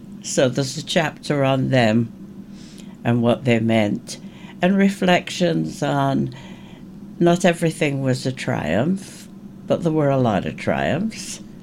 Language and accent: English; Ireland; now in United Kingdom; my experience of being Irish in Britain.